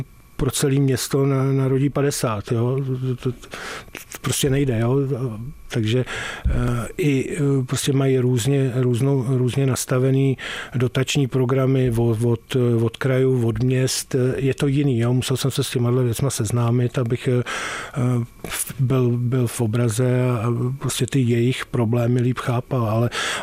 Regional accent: Prague, Czechia; protože jsem z Prahy, celý život jsem prožil v Praze

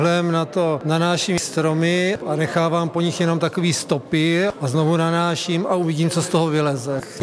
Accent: Radňovice, Vysočina Region, Czechia; Přijel jsem z Radňovic, na Vysočině.

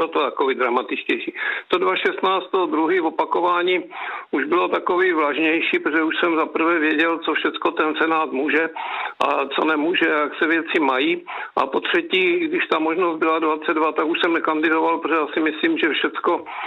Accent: South Moravian Region, Czechia; já jsem z Žižkovska, že jo, z Žižkovic

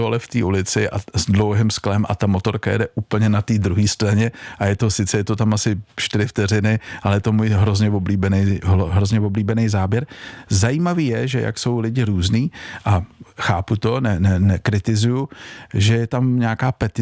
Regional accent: Prague, Czechia; já jsem jako Pražák, narodil jsem se v Praze, Prahu.

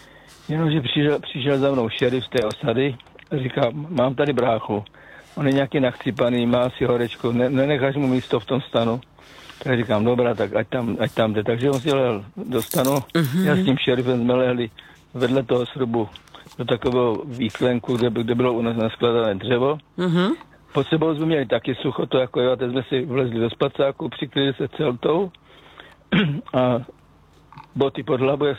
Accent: South Moravian Region, Czechia; A já jsem tam z Jižní Moravy, takže na víkendy jsme nepravidelně jezdili domů

